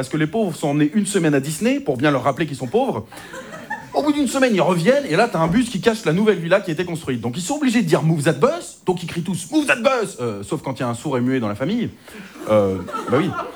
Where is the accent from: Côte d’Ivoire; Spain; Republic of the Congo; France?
France; Hauts-de-France